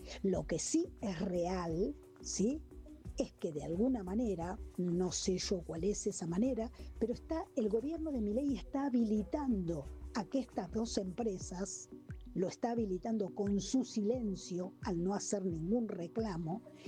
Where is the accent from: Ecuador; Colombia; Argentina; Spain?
Argentina; somos argentinos, que debemos defender nuestro territorio